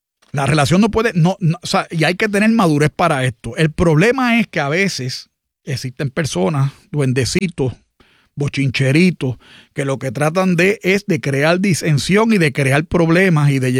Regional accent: Puerto Rico; todos somos puertorriqueños.

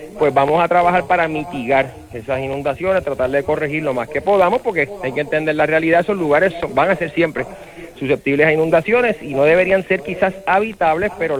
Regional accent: Cataño, Puerto Rico; mi pueblo.

